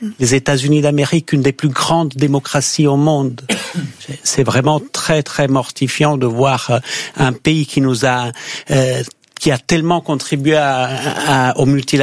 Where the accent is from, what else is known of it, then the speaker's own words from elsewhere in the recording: Italy; moved away; chez nous, en Italie